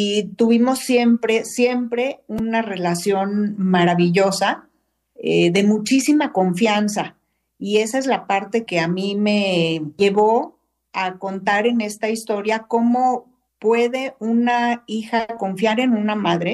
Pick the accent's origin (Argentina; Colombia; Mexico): Mexico; así somos las mujeres mexicanas.